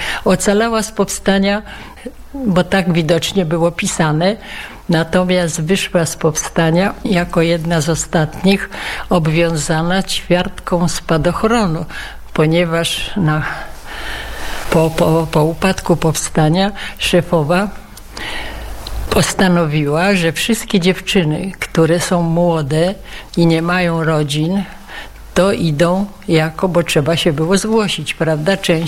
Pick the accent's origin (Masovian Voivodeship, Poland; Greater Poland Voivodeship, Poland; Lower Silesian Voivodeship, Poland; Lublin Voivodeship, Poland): Masovian Voivodeship, Poland; Warsaw; Tak, jest urodzona w Warszawie, jestem. I całe moje dorosłe życie i pracę w Warszawie, i moi rodzice też.